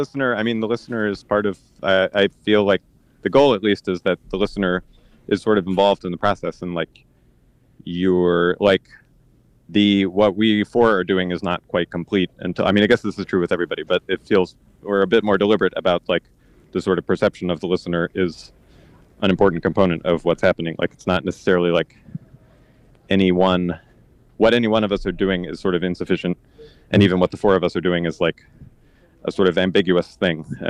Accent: Iowa, United States; also born or lived in Baltimore; now in Berlin, Germany; I grew up in Eastern Iowa, and Madison was the sort of local hub for anything sort of cool.

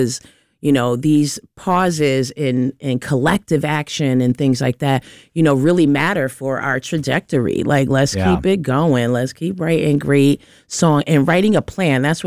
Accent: New Jersey, United States; I grew up in New Jersey. I was raised by a musician. My father was an amazing pianist and composer and a teacher. So all kind of music was in my home. And my mother is from Uruguay

